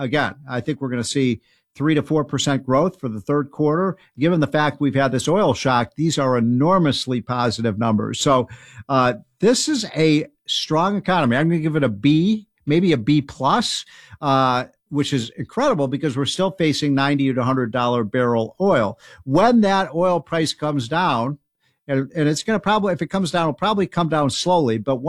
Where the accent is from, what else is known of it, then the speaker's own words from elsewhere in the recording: Chicago, Illinois, United States; I'm a Chicagoan, so I'm not a big fan of the Knicks. I'm a Bulls fan.